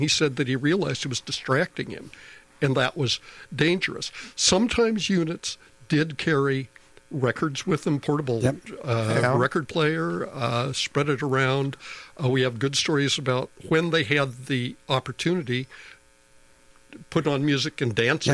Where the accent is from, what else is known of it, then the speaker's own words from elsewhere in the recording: Colorado Springs, Colorado, United States; I grew up in Colorado Springs. I grew up with country, and I grew up playing it, and I know it.